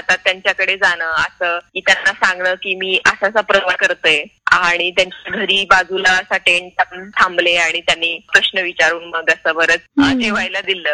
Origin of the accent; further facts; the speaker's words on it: Yavatmal, Maharashtra, India; माझा जिल्हा यवतमाळ येतो पण मी चंद्रपूरला तिकडे शिकायला गेले